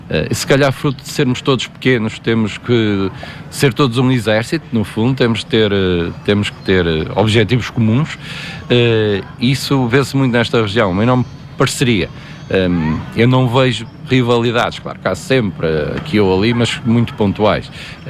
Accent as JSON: {"language": "Portuguese", "town": "Marco de Canaveses", "region": "Porto", "country": "Portugal", "tie": "born or raised there", "lives_now": "Amarante, Portugal", "said": "Eu sou natural do Mar Canaves, um concelho vizinho, mas, por ironia do destino, vim parar a Amarante, a Gatão, em específico"}